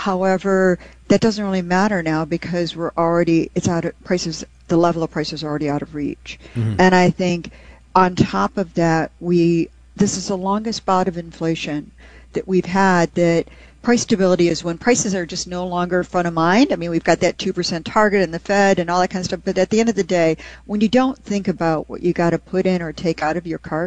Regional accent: Detroit, Michigan, United States; I'm a child of the 1970s, and I became an economist because I grew up in Detroit.

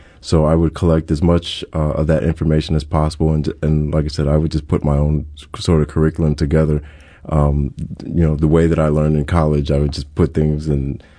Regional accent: Hawaii, United States

